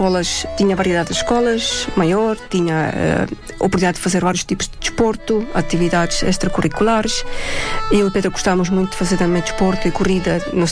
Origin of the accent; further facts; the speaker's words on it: Estonia; Portuguese is a second language; now in Portugal; Sim, porque eu também, tal coisa, eu ainda sou da Estónia, não é? Tenho algumas partes de cultura ainda muito fortes em mim, então gosto de ser uma pessoa muito prática.